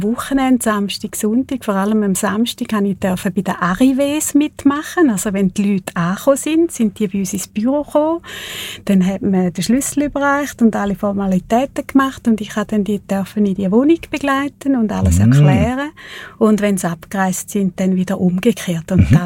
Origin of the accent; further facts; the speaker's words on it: Frauenfeld, Thurgau, Switzerland; Ich komme, bin eine waschechte Thurgauerin, bin auf einem kleinen Bauernhof aufgewachsen und wir haben dann in die zweite Klasse haben wir dann auf Frauenfeld gezügelt.